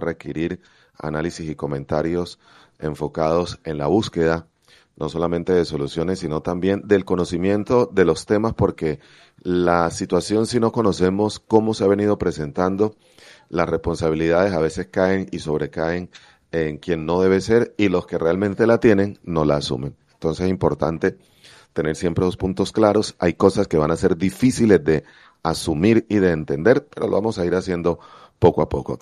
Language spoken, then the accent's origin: Spanish; Cape Verde; Claro. Cabo Verde, que... mi pueblo del alma.